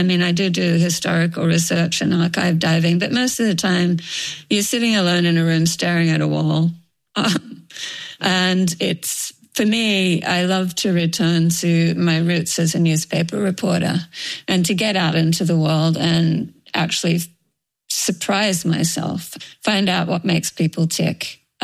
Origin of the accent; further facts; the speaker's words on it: Australia; first in the Cleveland Bureau, which as an Australian, I considered my first foreign assignment.